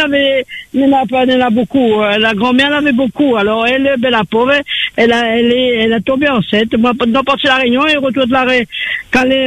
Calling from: Nérac, Nouvelle-Aquitaine, France; De la métropole à Nérac.

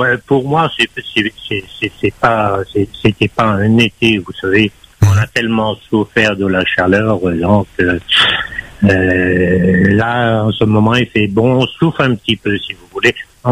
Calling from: Dreux, Centre-Val de Loire, France; j'habite à Dreux, hein, du côté de Charles.

